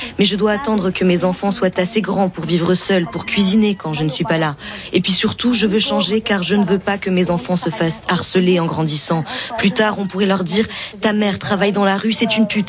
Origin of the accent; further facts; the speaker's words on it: Davao, Davao Region, Philippines; moved away; Je suis là depuis que j'ai quitté ma province. Je suis de Davao. C'est ma sœur qui vivait déjà ici, qui nous a fait venir avec ma mère et mon premier fils pour venir travailler.